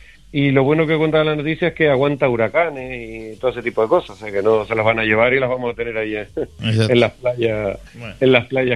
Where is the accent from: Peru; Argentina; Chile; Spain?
Spain; Canary Islands; para sitios como Canarias, que dependemos todavía de las energías fósiles